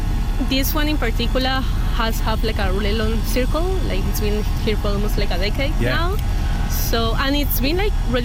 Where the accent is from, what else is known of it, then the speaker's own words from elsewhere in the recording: Cali, Valle del Cauca, Colombia; English is a second language; now in Toronto, Canada; I'm from Colombia. Okay. Original from Cali, Colombia.